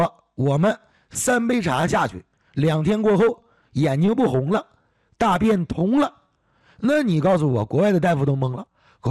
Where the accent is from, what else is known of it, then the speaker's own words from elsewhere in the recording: China; 是我生长在中华呀，生长在中国呀，土生土长的苗正根红的中国人呢